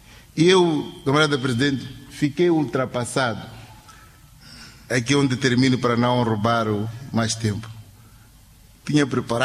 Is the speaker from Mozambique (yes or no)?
yes; Mozambique; mas falo como moçambicano